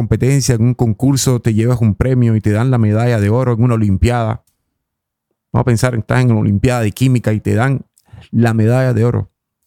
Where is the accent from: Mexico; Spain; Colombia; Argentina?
Colombia; Colombian Pacific; desde el Pacífico colombiano, de donde vengo yo.